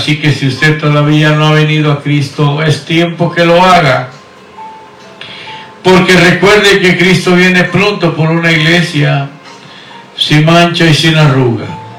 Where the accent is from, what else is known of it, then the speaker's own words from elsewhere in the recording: Guatemala; now in Houston, United States; Mandamos un cordial saludo a Guatemala, mi tierra natal. … desde aquí de Houston, Texas, mandándole un cordial saludo a toda esa gente bella que está por ahí